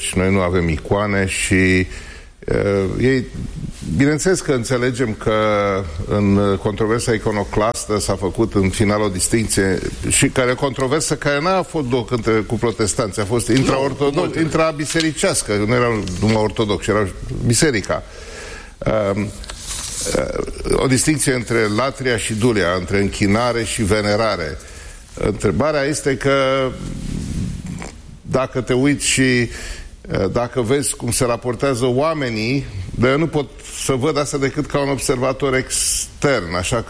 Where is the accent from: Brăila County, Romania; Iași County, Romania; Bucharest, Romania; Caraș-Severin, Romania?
Bucharest, Romania; În București, da.